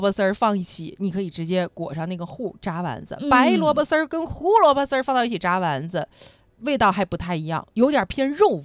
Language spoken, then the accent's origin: Chinese; northern China, China; 我们北方也是煲汤的